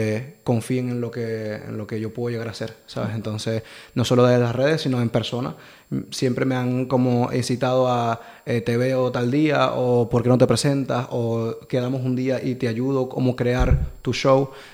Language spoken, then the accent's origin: Spanish; Venezuela; now in Gran Canaria, Spain; soy venezolano, pero ya siento que soy parte también de las Islas Canarias.